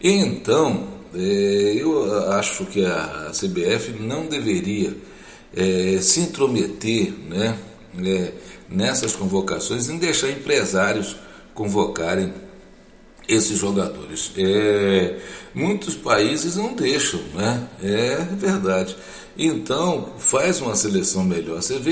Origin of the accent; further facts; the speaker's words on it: Brazil; nós somos brasileiros